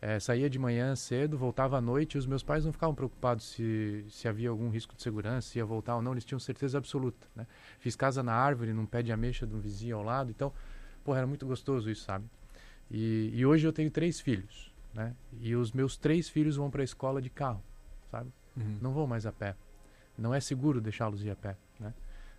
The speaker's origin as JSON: {"language": "Portuguese", "town": "Joinville", "region": "Santa Catarina", "country": "Brazil", "tie": "born or raised there", "said": "Nasci na Zona Sul, ali no Floresta, e eu sempre fui para a escola a pé, sabe?"}